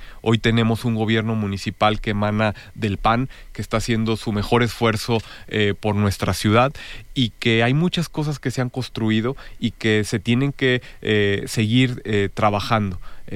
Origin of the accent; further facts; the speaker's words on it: Irapuato, Guanajuato, Mexico; Es el amor que tenemos por Irapuato, por esta tierra que nos ha visto crecer. Aquí yo en lo particular, pues aquí están mis amigos, aquí está la familia que yo decidí formar, aquí están mis ancestros, y bueno, pues esta es mi tierra